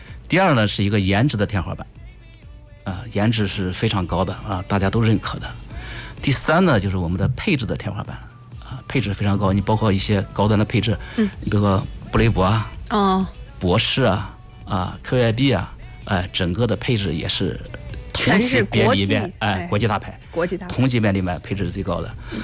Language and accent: Chinese; Shandong, China; 非常山东，我们山东人就这样。